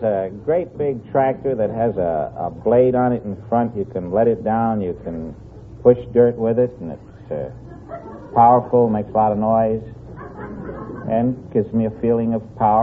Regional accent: Puerto Rico; also born or lived in Pawhuska, Oklahoma; Well, actually, I don't know anything about it. We moved from there to Puerto Rico when I was only about a year old.

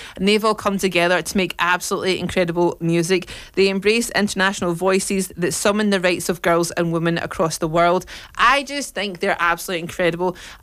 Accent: Scotland, United Kingdom; I'm gonna stop talking about being in Scotland. I'm gonna move on. Okay, I'm just trying to show my love for my country, you know.

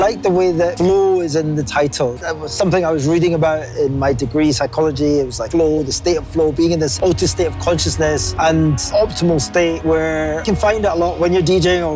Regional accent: Glasgow, Scotland, United Kingdom; born or raised there

